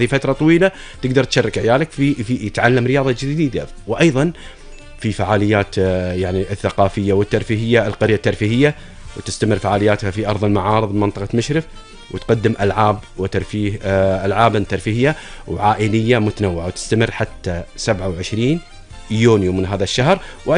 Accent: Kuwait; عندنا بالكويت

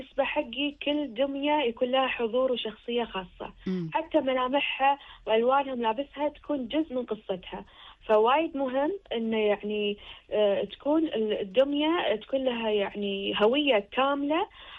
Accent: Kuwait; عندنا بالكويت

